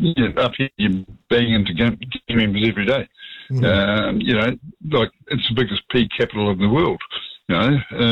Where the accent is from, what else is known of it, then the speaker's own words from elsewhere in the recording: New Zealand; it's part of what you've got to do as a Kiwi